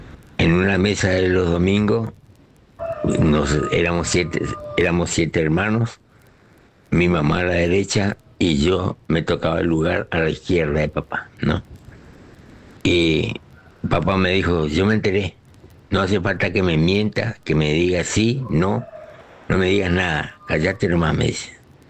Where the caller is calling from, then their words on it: Clorinda, Formosa, Argentina; soy de Clorinda, Formosa